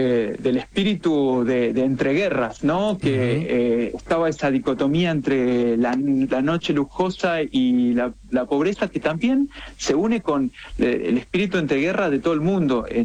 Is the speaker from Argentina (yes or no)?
yes; Almagro, Buenos Aires, Argentina; y aparte yo soy nativo almagrense, así que, bueno, también, para mí tiene un significado muy especial estar ahí.